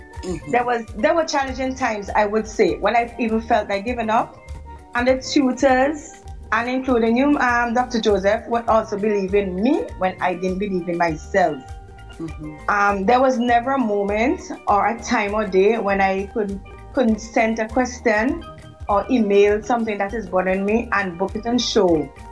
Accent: Green Hill, St. Vincent & Grenadines; I'm from Green Hill, St. Vincent and Grenadines, a mother of three, including one adopted.

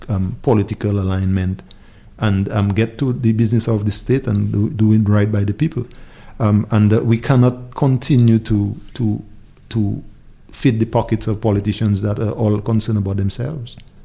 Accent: Dominica

